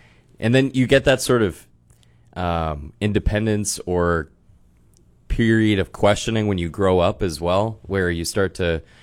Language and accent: English; Sudbury, Massachusetts, United States; So I'm from just outside of Boston. I grew up in Sudbury, Massachusetts, with my younger sister, Mary, and my two parents, Claire and Paul.